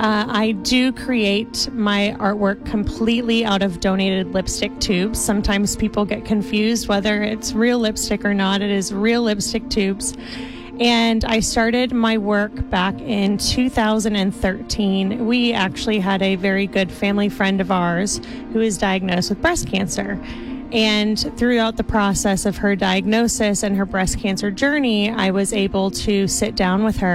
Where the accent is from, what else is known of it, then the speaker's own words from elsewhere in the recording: Houston, Texas, United States; from Houston, Texas